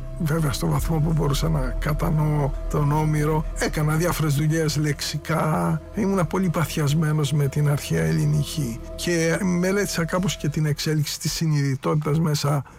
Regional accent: Greece; σαν Έλληνας

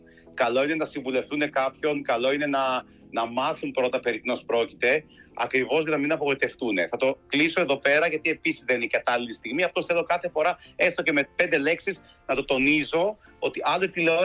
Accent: Xanthi, Eastern Macedonia and Thrace, Greece; moved away; χαρούμενος πραγματικά που έρχομαι στον τόπο μου.

